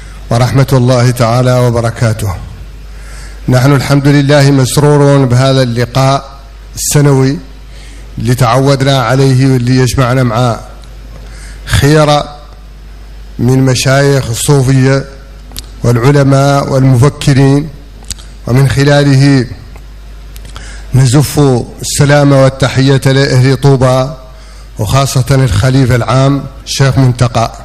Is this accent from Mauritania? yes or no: yes; Mauritania